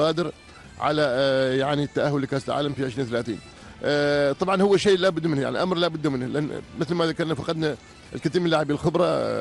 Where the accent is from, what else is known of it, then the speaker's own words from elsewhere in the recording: Jeddah, Makkah Province, Saudi Arabia; إحنا جينا هنا من السعودية في جدة من أجل المنتخب